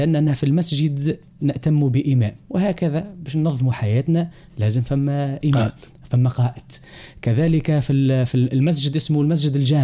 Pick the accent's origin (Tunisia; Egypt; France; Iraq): Tunisia; وعلى بلادنا تونس الحبيبة إلى قلوبنا.